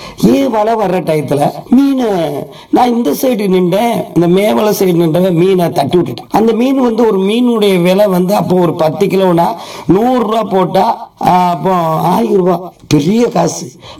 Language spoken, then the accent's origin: Tamil; Pamban, Tamil Nadu, India; born there; நான் பாம்பெல்லாம் பிறந்தேன். கடை வயது 53 ஐயா.